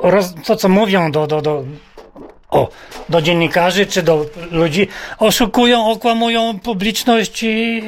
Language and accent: Polish; Kuźnica, Pomeranian Voivodeship, Poland; born there; jestem rybakiem z Kuźnicy, z ojca dziada i pradziada.